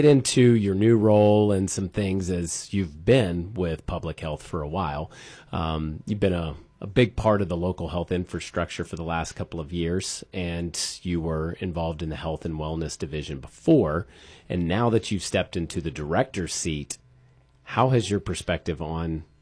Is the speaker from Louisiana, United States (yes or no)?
yes; Louisiana, United States; moved away; I grew up in Louisiana where this is hurricane season right now down there.